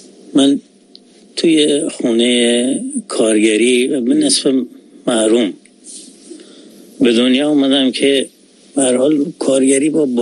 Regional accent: Masjed Soleyman, Khuzestan, Iran; also born or lived in Omidiyeh; ما خودمون در مجموع همون توی امیدیه به دنیا اومدیم.

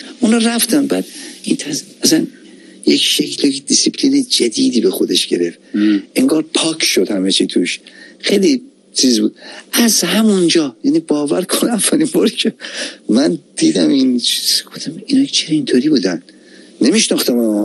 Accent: Tehran, Tehran Province, Iran; والله اول من بچه تهرانم، بچه نارمکم.

